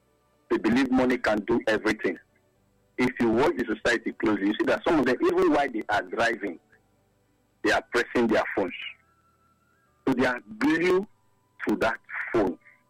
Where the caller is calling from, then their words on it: Delta, Nigeria; I'm calling from Delta State.